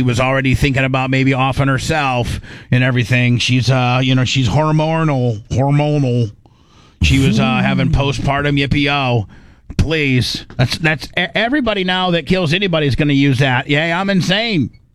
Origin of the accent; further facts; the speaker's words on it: Indiana, United States; I was raised in Indiana